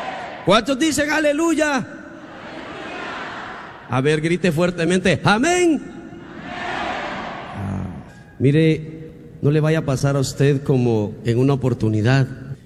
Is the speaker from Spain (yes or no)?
no; Guatemala; moved away; allá en Guatemala, de donde yo soy originario, la universidad en la que yo estudié se llama Universidad de San Carlos de Guatemala.